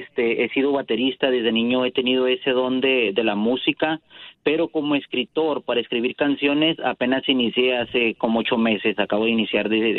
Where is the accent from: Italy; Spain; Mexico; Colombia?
Mexico; Ciudad Juárez, Chihuahua; now in Arizona, United States; soy de Ciudad Juárez, Chihuahua, y pues radico en Arizona.